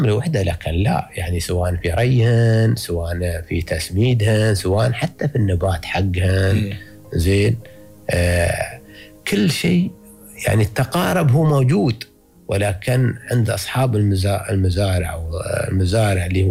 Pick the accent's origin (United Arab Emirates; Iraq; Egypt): United Arab Emirates; بمفهومنا نحن كاماراتيين